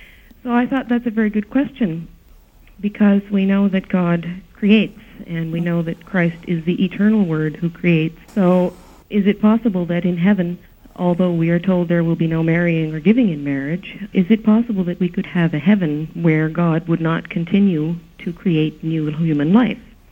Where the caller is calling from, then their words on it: Prince Edward Island, Canada; I'm calling you from Prince Edward Island, Canada.